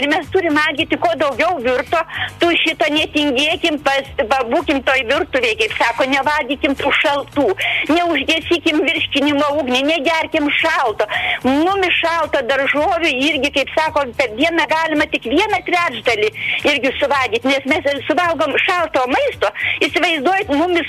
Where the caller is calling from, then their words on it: Samogitia, Lithuania; aš žinokit, jau kaip žemaitė